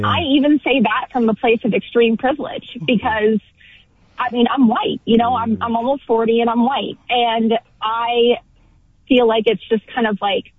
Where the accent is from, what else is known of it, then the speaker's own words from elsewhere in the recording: Kentucky, United States; born there; also born or lived in Texas; I was born in Kentucky, lived in Texas for 10 plus years, and I have experienced a huge range of social and economic mobility and movement throughout my life.